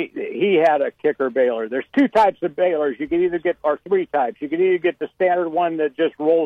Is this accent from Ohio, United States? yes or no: yes; Green, Ohio, United States; born or raised there